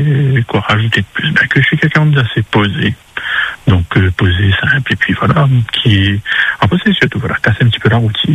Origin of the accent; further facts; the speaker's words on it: Réunion; comme j'ai dit, je suis du Nord, donc, mais après, je me ferme pas sur les autres secteurs de la Réunion.